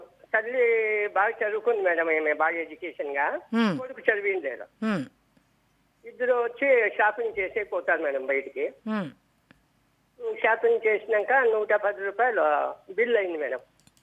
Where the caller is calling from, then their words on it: Anantapur, Andhra Pradesh, India; అనంతపూర్ నుంచి